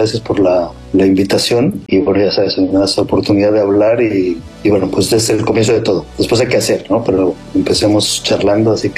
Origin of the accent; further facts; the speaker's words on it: Mexico; born there; efectivamente, un individuo que nací en México